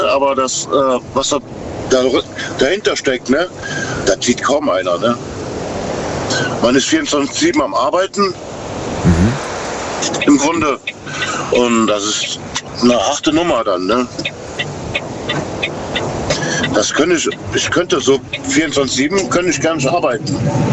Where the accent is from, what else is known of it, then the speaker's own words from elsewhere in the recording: Rhineland, Germany; Also ich bin Rheinländer.